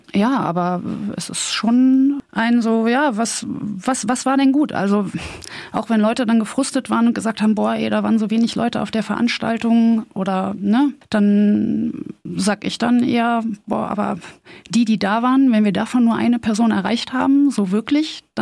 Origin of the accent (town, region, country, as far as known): North Rhine-Westphalia, Germany; born or raised there